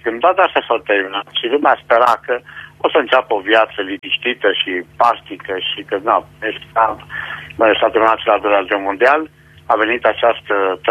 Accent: Banat, Romania; Numele, eu sunt bănățean și bunicii mei au fost din Sinicolau Mare.

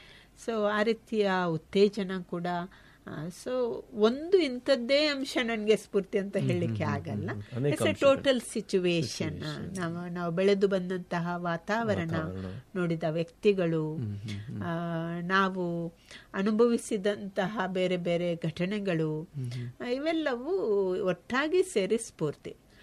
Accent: Belthangady, Karnataka, India; ನಾನು ತುಂಬ ಬೆಳ್ತಂಗಡಿಯಲ್ಲಿ ತುಂಬ ಇಂಟೀರಿಯರ್ ಪ್ಲೇಸ್ ಇದ್ದ.

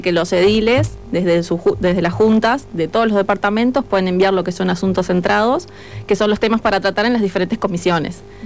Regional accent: Maldonado, Uruguay; Y soy de Maldonado

